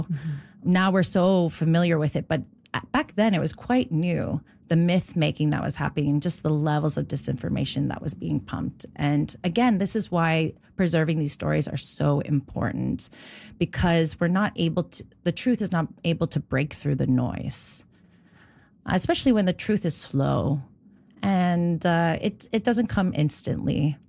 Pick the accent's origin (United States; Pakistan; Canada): Canada; Dartmouth, Nova Scotia; Growing up in Nova Scotia, in Dartmouth, as part of the diaspora, I was always raised to be a very proud Filipino by my parents. Even though I had very little understanding of what the Philippines was like, I never grew up there. And so I didn't even know the language